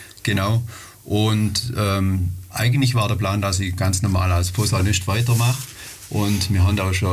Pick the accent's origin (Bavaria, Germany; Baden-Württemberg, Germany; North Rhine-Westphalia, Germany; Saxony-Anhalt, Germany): Baden-Württemberg, Germany; Bodnegg; Ich bin von Botneck, das ist im Kreis Ravensburg.